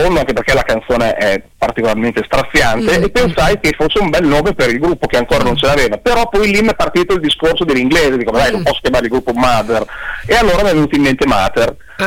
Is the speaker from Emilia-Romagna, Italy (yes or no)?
yes; Bologna, Emilia-Romagna, Italy; accent: Bologna; io sono di Bologna.